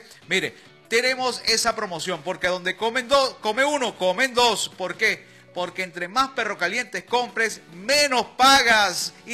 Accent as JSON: {"language": "Spanish", "region": "Eastern Venezuela", "country": "Venezuela"}